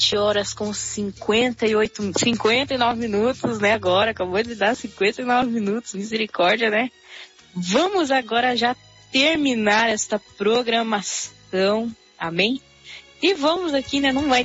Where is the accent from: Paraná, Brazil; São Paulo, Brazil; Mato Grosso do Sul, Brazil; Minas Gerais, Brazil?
Paraná, Brazil; Curitiba; para nós aqui também, né, incluindo eu, né, que somos aqui de Curitiba, também das regiões metropolitanas aqui da Grande Curitiba aqui